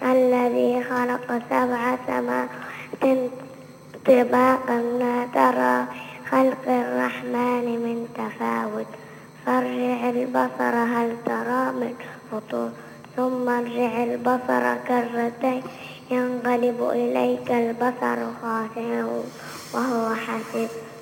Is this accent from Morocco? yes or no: no; Seiyun, Hadhramaut, Yemen; من سيئون.